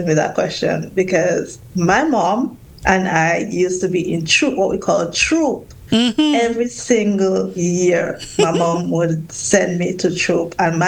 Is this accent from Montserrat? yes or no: yes; Montserrat; moved away; be it that I come from Boston Village, meaning I come from the hill.